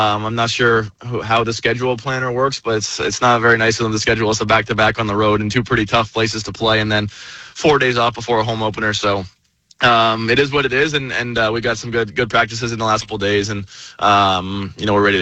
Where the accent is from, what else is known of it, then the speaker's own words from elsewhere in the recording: Toronto, Ontario, Canada; moved away; I'm from Toronto, and my little brother had an Ovechkin jersey growing up in our room.